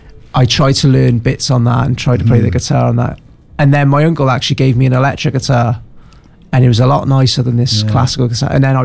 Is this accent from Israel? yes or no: no; Newport, Wales, United Kingdom; I suppose I'm from St. Julian's, do you mean? So that's where I grew up, really.